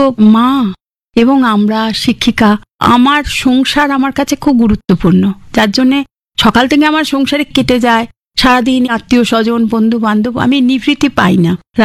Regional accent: Chandannagar, West Bengal, India; also born or lived in Guwahati; হ্যাঁ, শৈশব, পড়াশোনা। মাঝে একবার বাবা গুয়াহাটিতে বদলি হয়েছিলেন, তখন এক বছর গুয়াহাটিতে পড়াশোনা করেছি, আর আসানসোলে এক বছর চাকরি করেছি।

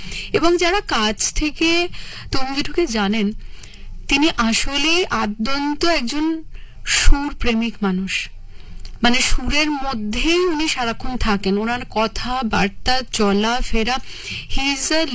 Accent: Kolkata, West Bengal, India; পাইকপাড়ার বাড়িতে।

